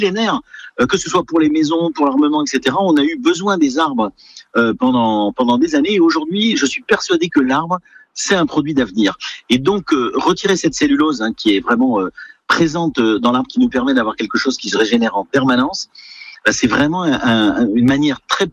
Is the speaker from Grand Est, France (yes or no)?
no; Brittany, France; now in Landes, France; mais c'est aussi une part de l'histoire de ma région d'origine, en Bretagne.